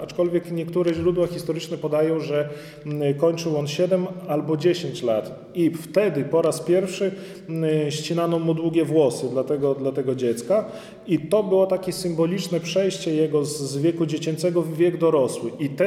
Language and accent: Polish; Podlaskie Voivodeship, Poland; tutaj u nas na Białostoczyźnie jest bardzo silnie, że my odwiedzamy, tak?